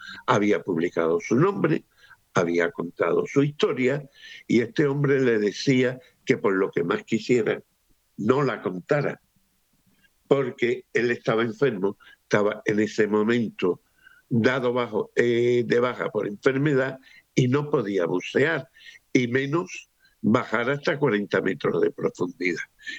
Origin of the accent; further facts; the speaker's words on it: Cádiz, Andalusia, Spain; now in Chiclana de la Frontera, Spain; Yo vivo, soy de Cádiz, pero vivo en Chiclana, al lado está Conil, después Vejer y Barbate.